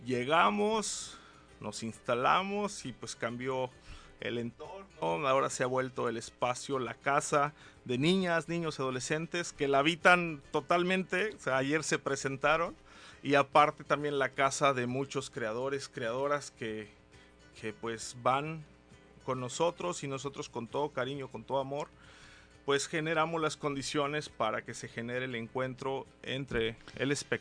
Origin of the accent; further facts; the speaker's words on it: Chilpancingo, Guerrero, Mexico; Ellos llegaron desde muy chicos a Chilpancingo, entonces pues somos de Chilpancingo.